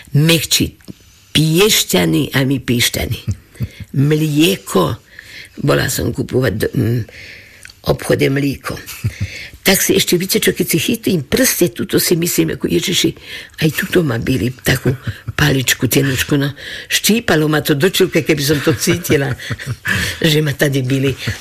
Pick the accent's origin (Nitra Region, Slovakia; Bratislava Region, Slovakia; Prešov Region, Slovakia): Nitra Region, Slovakia; Radošina; Ja som nebola obyčajná, naša Radošina nebola obyčajná dedina.